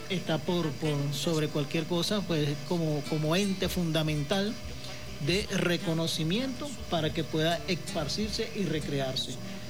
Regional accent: Carúpano, Sucre, Venezuela; now in Maturín, Venezuela; Yo soy de Sucre, Carúpano, específicamente

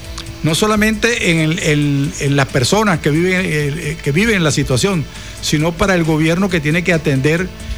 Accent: Venezuela; uno como venezolano

